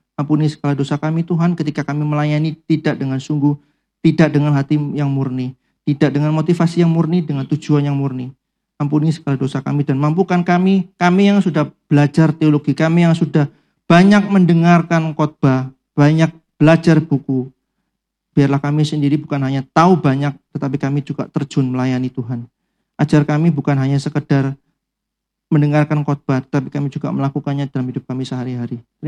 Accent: Java, Indonesia; accent: medok; pernah kuliah di sebuah kampus swasta di Surabaya, jurusan sastra Inggris. Tapi jangan tanya Inggris ke saya, karena medok saudara, gak enak.

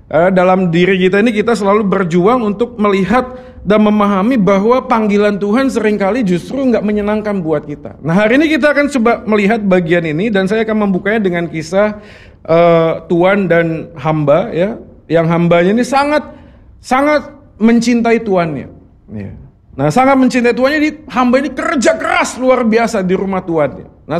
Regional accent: Bandung, West Java, Indonesia; now in Surabaya, Indonesia; Orang bilang muka saya ini cetakannya orang Batak, betul ya. Papa mama saya dari Sumatera, tapi saya lahir dan besar di Bandung. Jadi saya gak bisa bahasa Batak, saya lebih fasih bahasa Sunda.

